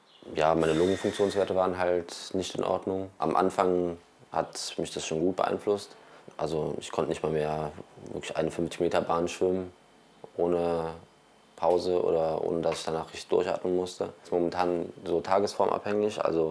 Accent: North Rhine-Westphalia, Germany; moved away as an adult; Also ich komme ja quasi aus der Nähe von Köln.

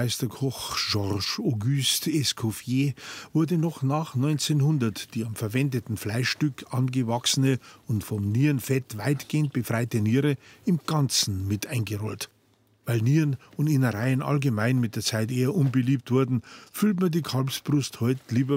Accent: Pfarrkirchen, Bavaria, Germany; Annette und Dietmar Kranz wohnen in meiner Heimatstadt Pfarrkirchen

